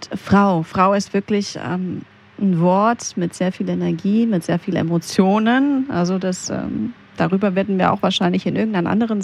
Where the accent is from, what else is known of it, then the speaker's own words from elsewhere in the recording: Greece; moved away; ich komme aus Griechenland